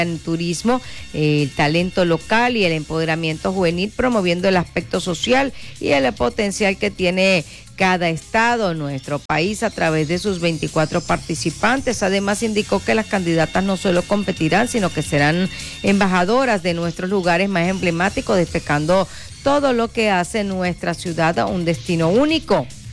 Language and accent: Spanish; El Vigía, Mérida, Venezuela; Estoy muy contento de estar nuevamente en mi tierra, el Vigía, como siempre lo decimos, tierra de campeones.